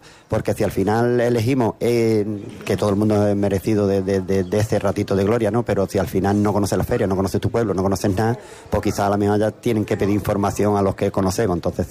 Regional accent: Los Barrios, Andalusia, Spain; yo soy muy barreño, llevo barreño, vivo la feria desde pequeñito, la llevo en las venas

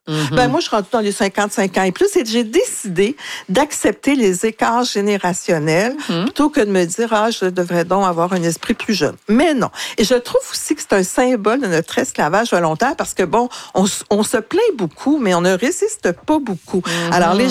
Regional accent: Quebec, Canada; Alors donc, en tant que Québécois, ça ne devrait pas m'intéresser la piscine.

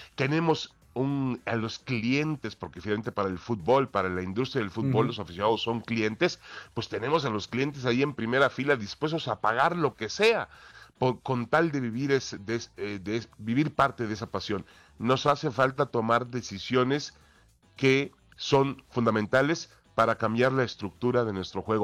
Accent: Mexico; nada iba a cambiar en los muchos problemas que confrontamos los mexicanos todos los días

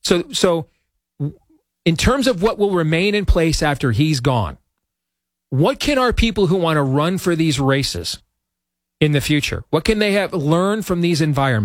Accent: Iowa, United States; born there

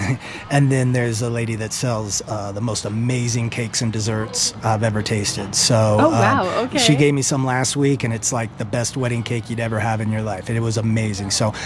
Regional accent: Ohio, United States; born there; also born or lived in the South; now in Heber, United States; I'm from the Midwest originally, Ohio.

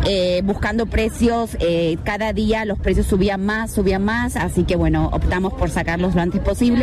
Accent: Buenos Aires, Argentina; Argentina, Buenos Aires.

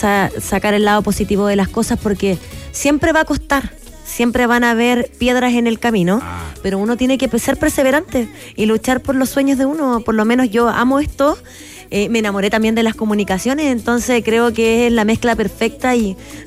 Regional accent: Iquique, Tarapacá, Chile; Soy iquiqueña.

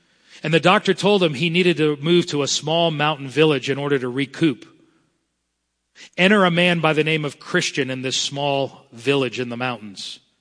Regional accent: Florida, United States; I don't know much about farming because I grew up in South Florida

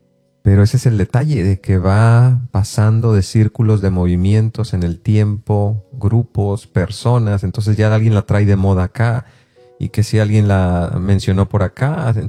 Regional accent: Mexico

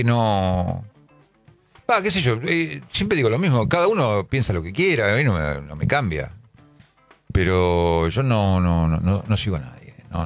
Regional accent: Buenos Aires, Argentina; born or raised there

